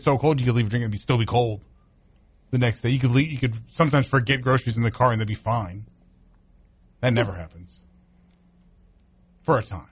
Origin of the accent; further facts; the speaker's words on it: Florida, United States; growing up in Florida, like, with the heat and humidity